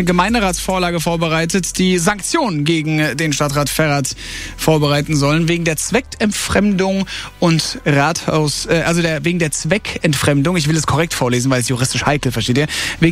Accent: Mannheim, Baden-Württemberg, Germany; Und weil ich ja gebürtiger Mannheimer bin und meine Connections überall hin auf der Welt habe, habe ich gesagt, komm, ich rufe mal in meiner Hometown an und erkläre das Ganze mal.

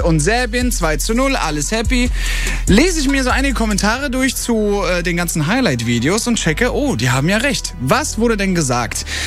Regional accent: Italy; now in Germany; so als Italiener

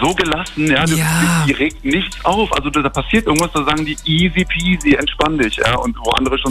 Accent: United Kingdom; Also ich bin ja Brite.

